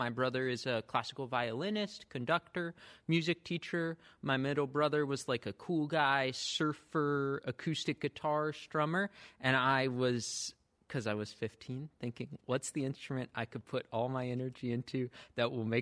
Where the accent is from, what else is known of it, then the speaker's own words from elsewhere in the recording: Virginia Beach, Virginia, United States; I grew up in Virginia Beach, Virginia, not a ton of bluegrass culture.